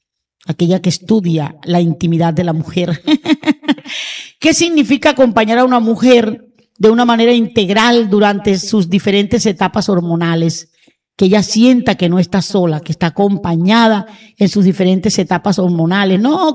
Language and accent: Spanish; San Juan del Cesar, Cesar, Colombia; nuestra tierra, San Juan del Cesar, un municipio que enamora